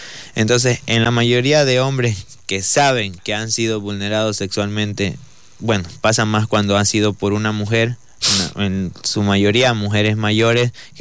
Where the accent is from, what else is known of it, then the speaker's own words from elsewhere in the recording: Manabí, Ecuador; moved away; al menos yo que soy de Manabí, esto se escucha mucho allá.